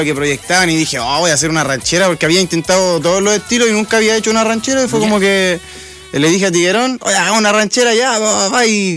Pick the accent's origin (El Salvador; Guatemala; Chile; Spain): Chile; Peñaflor, Santiago Metropolitan Region; soy de Santiago, ¿ya? De Peñaflor.